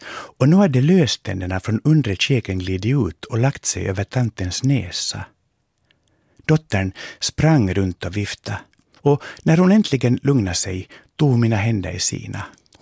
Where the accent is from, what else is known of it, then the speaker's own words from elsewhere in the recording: Finland; Men, invände jag är ju finlandssvensk. Jag kan inte ens finska, jag kan bara svenska.